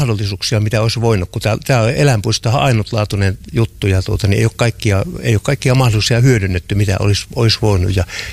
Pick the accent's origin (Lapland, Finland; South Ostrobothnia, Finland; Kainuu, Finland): South Ostrobothnia, Finland; Ähtäri; Mä oon ihan paljasjalkainen ähtäriläinen ja tuolla Inhan tehtaalla on syntynyt ja isä ja pappa on ollut siellä töissä